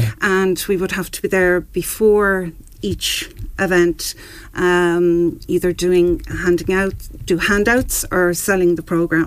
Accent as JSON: {"language": "English", "town": "Wexford", "region": "Leinster", "country": "Ireland", "said": "I'm originally from Corrige Park in town."}